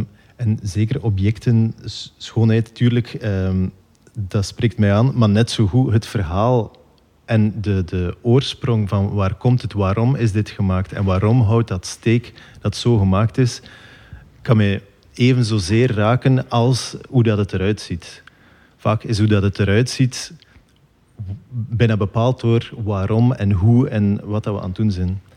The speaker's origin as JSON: {"language": "Dutch", "town": "Nieuwpoort", "region": "Flanders", "country": "Belgium", "moved": "as an adult", "said": "Ik kom van Nieuwpoort, van aan de zee."}